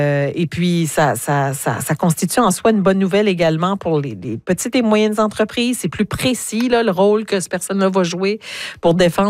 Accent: the Maritimes, Canada; chez nous au Maritime

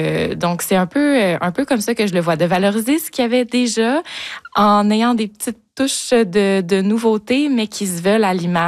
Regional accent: Quebec, Canada; moved away; Moi, je viens de l'Estrie. Donc, je suis revenue par chez nous.

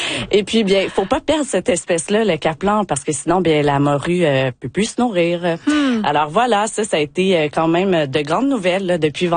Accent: Quebec, Canada; accent: Quebec; now in Newfoundland and Labrador, Canada; vous pouvez l'entendre par mon accent, je suis québécoise, là

